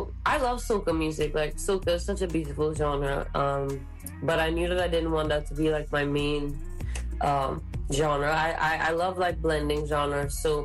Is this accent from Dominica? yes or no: yes; Dominica; also born or lived in Trinidad and Tobago / Barbados; like, I'm mixed because I'm from Trinidad. My dad's from Dominica. And, you know, there's no... Dominica is really not getting that shine from bouillon music, you know. And I grew up in Dominica.